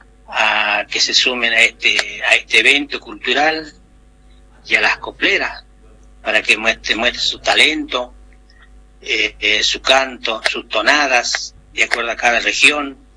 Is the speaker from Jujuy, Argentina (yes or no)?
yes; Jujuy, Argentina; now in San Salvador de Jujuy, Argentina; somos netamente de la cuna, somos de Santa Catalina y de Rinconada, de algunos de Yavi.